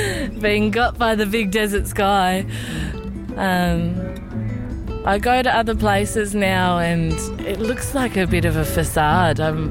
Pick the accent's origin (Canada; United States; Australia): Australia; Melbourne, Victoria; born there; moved away as an adult; now in Alice Springs, Australia; I was born in Melbourne and I consider myself to be a Centralian woman now. Feel very home here.